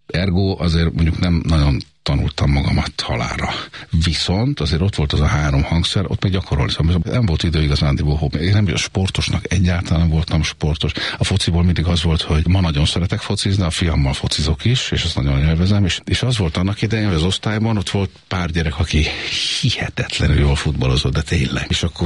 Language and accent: Hungarian; Budapest, Hungary; Budapesten születtem, édesanyám hegedű tanár, édesapám brácsázott az operában, szóval erre mondják azt, hogy zenész családba született. Itt nőttem föl először a harmadik kerületben, aztán 4 éves koromtól.